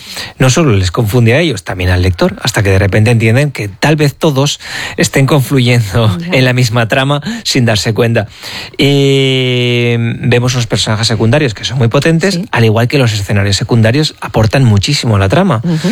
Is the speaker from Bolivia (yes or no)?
no; La Rioja, Spain; yo soy riojano